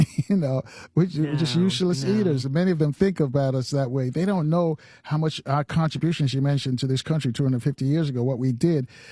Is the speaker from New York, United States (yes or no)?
yes; New York, United States; Yeah, it kind of reminds me, growing up in New York, there were several newspapers at one time